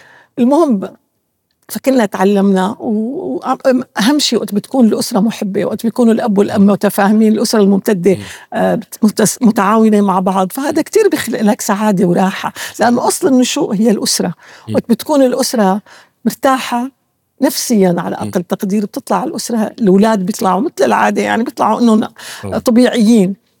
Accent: Damascus, Damascus Governorate, Syria; نحن ما لنا من الطبقة الثرية، لا نحن من الطبقة مثل كل غالبية أهل دمشق

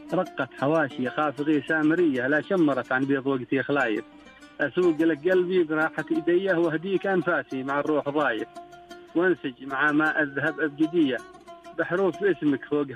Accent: Dhofar, Oman; first language Shehri (Jibbali); Arabic is a second language; ولا زالت محافظة عليها هنا في إغليم ظفار

